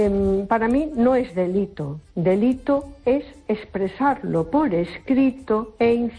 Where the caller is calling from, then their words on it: A Coruña, Galicia, Spain; de Coruña.